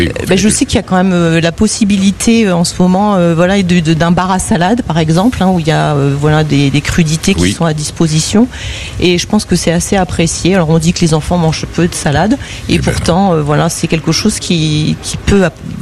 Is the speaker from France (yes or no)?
yes; Hauts-de-France, France; now in Nîmes, France; Je viens de la région du Nord.